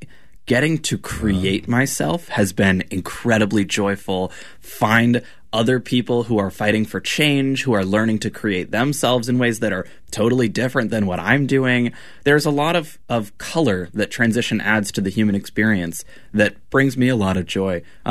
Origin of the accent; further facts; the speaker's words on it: Connecticut, United States; born there; I was born a girl in Connecticut